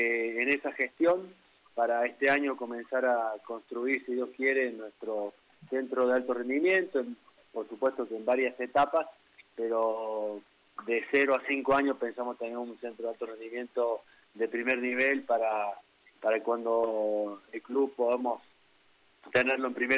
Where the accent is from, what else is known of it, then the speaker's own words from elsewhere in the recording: Argentina; now in Ecuador; terminé más embroncado ese día que si hubiese perdido Argentina, porque ya hace 24 años estoy acá, Pedro, y me siento un ecuatoriano más.